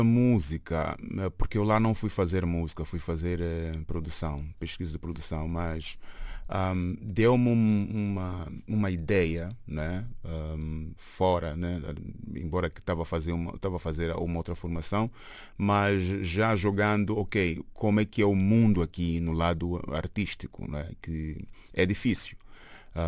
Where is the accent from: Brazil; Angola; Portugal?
Portugal; Amadora, Lisbon; o bairro da Coreia, isso aí naqueles lados zambadores, onde eu cresci